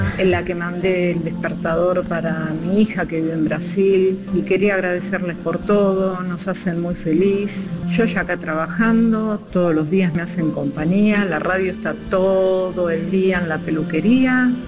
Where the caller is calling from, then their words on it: Avellaneda, Buenos Aires Province, Argentina; de Avellaneda